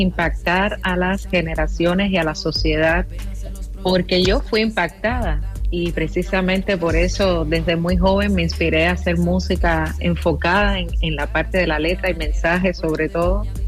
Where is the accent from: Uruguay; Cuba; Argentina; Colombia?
Cuba; Sí, como buena cubana tengo música bailable